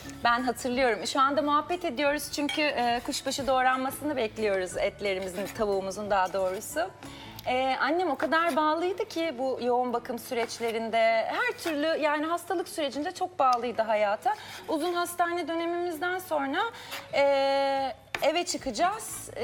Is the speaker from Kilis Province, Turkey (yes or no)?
no; Nazilli, Aydın, Turkey; born or raised there; moved away as an adult; now in Istanbul, Turkey